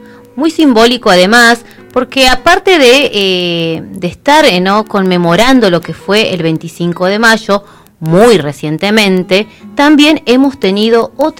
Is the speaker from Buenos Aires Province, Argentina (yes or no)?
no; Río Turbio, Santa Cruz, Argentina; now in Río Gallegos, Argentina; Yo porque soy de Turio